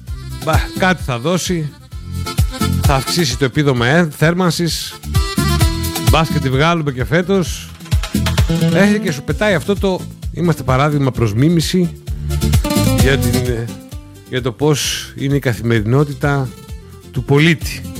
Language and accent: Greek; Arnaia, Central Macedonia, Greece; της Αρναίας, ξέρετε, είναι και το χωριό μου. Από εκεί έλκουν την καταγωγή.